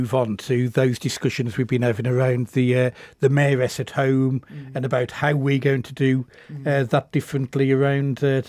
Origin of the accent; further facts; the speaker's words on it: Quarry Bank, West Midlands, United Kingdom; I was brought up in Quarry Bank.